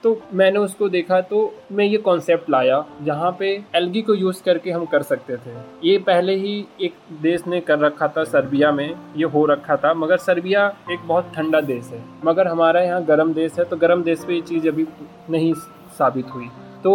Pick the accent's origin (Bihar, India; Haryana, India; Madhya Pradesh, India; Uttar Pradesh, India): Uttar Pradesh, India; Deoria; now in Lucknow, India; मेरा गाँव करमाजीतपुर मटियरी देवरिया में है